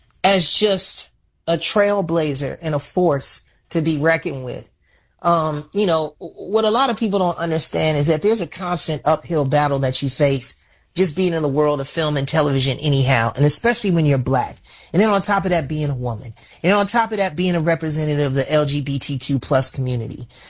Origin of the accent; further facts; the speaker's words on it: Chicago, Illinois, United States; and particularly my hometown of Chicago.